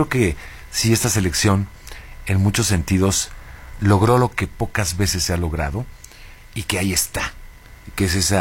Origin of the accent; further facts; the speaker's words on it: Mexico; soy mexicano y estoy involucrado, pues obviamente sentimentalmente en ese partido.